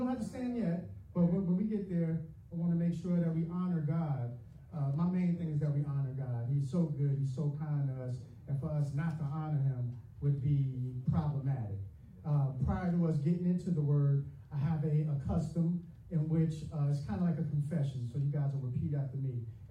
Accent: Long Island, New York, United States; accent: Long Island; I was in the military, but I'm from Long Island, New York. So sometimes I might speak a little bit quick, and I might say some words that you're like, what did he say?

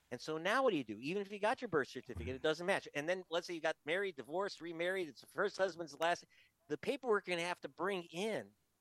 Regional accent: Pacoima, California, United States

